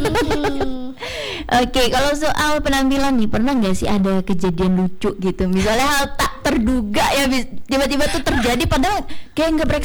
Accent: Jakarta, Indonesia; Soalnya karena aku dari Jakarta ya, jadi aku tuh sering lihat yang kayak misalnya kalian ada yang cover atau segala macam itu

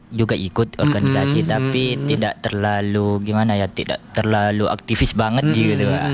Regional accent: Sumenep, East Java, Indonesia; moved away as an adult; now in Jember, Indonesia; Saya asalnya dari Sumenep, Madura.

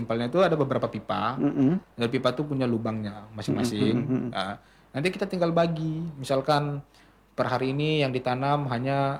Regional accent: Java, Indonesia; jadi kita dari Jawa lah datang ke sini, yang notabene-nya di sini tuh belum ada MBG dulu.

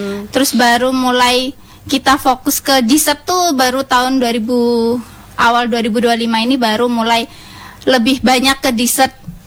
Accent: Yogyakarta, Special Region of Yogyakarta, Indonesia; now in Kupang, Indonesia; karena suami dari Jogja, saya dari Jogja

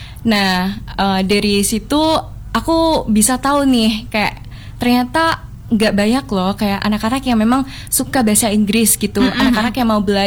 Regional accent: Trowulan, East Java, Indonesia; Nah, kebetulan aku tuh kan dari kecil ya tumbuh di Trawulan, jadi aku tuh tahu keseharian orang-orang itu bagaimana.

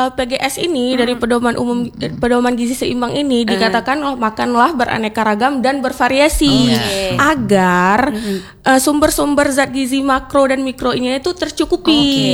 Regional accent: Aceh, Indonesia; kita orang Aceh

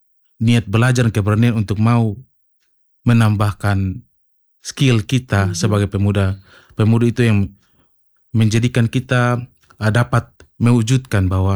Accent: East Nusa Tenggara, Indonesia

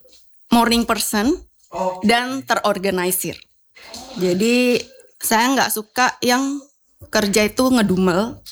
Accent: Bali, Indonesia; Jadi saya kan orang Bali, nah saya angkatlah menu Bali tiap hari Sabtu, nasi campur Bali, nasi ayam betutu

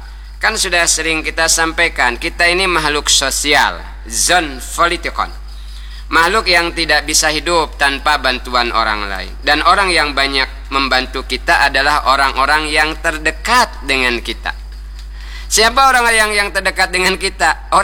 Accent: Bangka Belitung Islands, Indonesia; Nah ini kan gak ngam, kata kita orang Bangka.

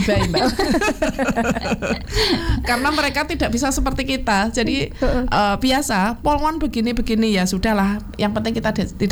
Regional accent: Kediri, East Java, Indonesia; moved away; saya orang desa, Mbak. Anaknya seorang petani di suatu desa terpencil di wilayah Kabupaten Kediri. Jadi saya asli dari Kediri. Di situ saya anak pertama dari 4 bersaudara

